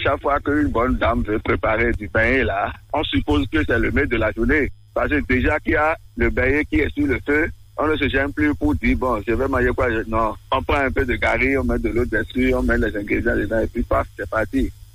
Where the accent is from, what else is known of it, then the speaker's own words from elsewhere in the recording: Zou, Benin; chez nous à Agonly Covin.